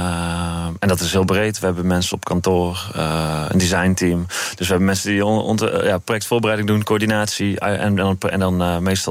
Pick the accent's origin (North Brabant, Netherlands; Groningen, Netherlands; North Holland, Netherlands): North Brabant, Netherlands; Breda; Ik kom zelf oorspronkelijk uit Breda.